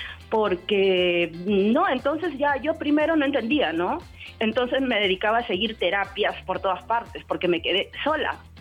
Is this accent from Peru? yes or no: yes; Peru; Soy peruana, doctor.